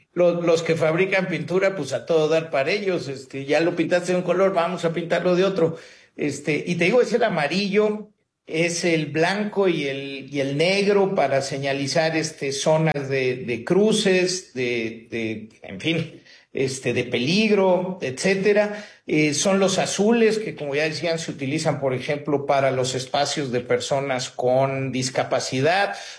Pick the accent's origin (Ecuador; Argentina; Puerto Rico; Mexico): Mexico; Mexico City; Sí necesitamos como chilangos pues alzar la voz, porque pues aquí vivimos todos y aquí vamos a seguir viviendo.